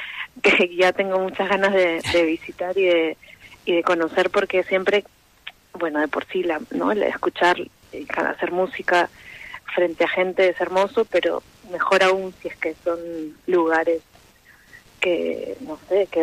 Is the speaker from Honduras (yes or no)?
no; Peru; moved away as an adult; now in Spain; Sí, bueno, mi esposo y yo somos un dúo, somos peruanos. Vivimos acá en España hace 3 años.